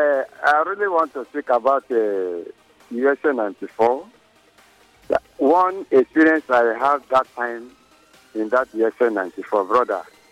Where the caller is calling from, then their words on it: Andoni, Rivers, Nigeria; I'm calling from Andoni.